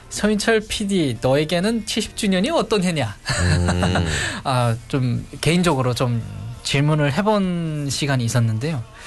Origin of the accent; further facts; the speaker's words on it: North Korea; now in South Korea; 지금 이 자리에 있는 저도 탈북자인데